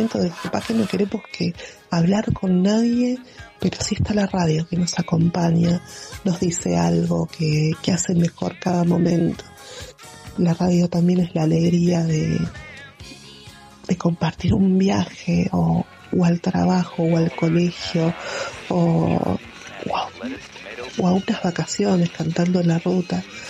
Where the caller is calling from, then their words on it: Buenos Aires, Argentina; de Floresta.